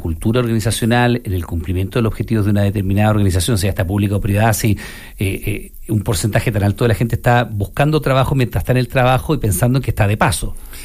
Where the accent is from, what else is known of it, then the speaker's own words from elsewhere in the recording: Chile; nosotros seguimos estando como trabajadores chilenos